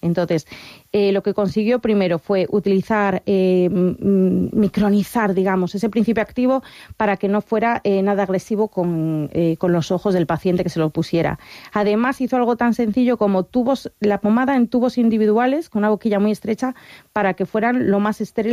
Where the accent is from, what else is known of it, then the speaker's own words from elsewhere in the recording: Galicia, Spain; Y como gallega hay que hablar de una gallega